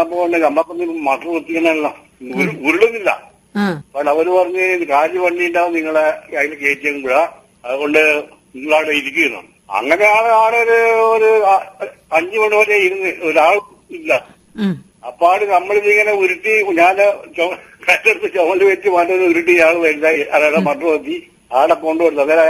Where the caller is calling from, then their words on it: Kerala, India; ഞാൻ വമ്പടിയിൽ നിന്നാണോ?